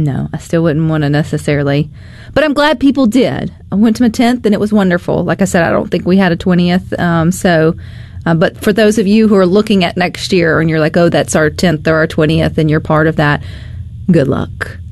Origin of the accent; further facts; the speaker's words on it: Terry, Mississippi, United States; I was from Terry.